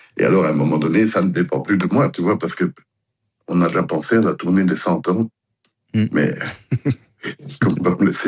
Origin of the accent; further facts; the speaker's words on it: Belgium; pour moi, je suis belge.